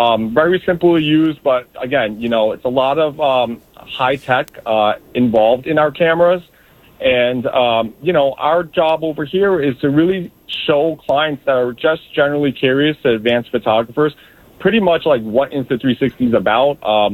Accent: New York City, New York, United States; I was born and raised in Brooklyn and Kensington, and I lived in Bay Ridge for a little bit.

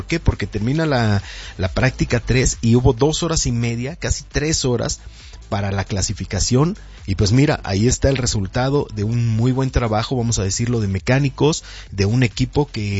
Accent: Mexico; como mexicanos debemos apoyar

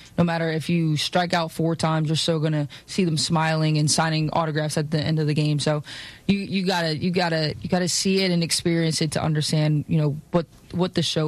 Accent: Philadelphia, Pennsylvania, United States; We're from Philly.

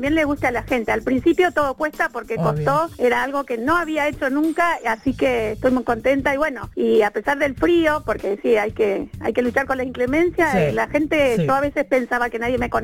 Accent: Villa Domínico, Buenos Aires Province, Argentina; Soy de Dominico.

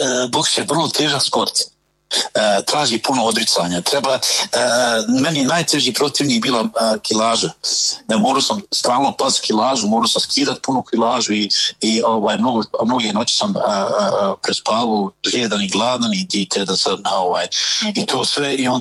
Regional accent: Zenica, Zenica-Doboj Canton, Bosnia & Herzegovina; kad sam bio ja ovako mlađi, bio sam nestrašan znate, odrastao sam u Zenci

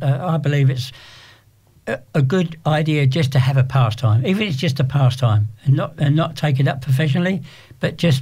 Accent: London, United Kingdom; moved away as an adult; also born or lived in Melbourne, Australia; now in Sydney, Australia; Growing up in London in teenage years

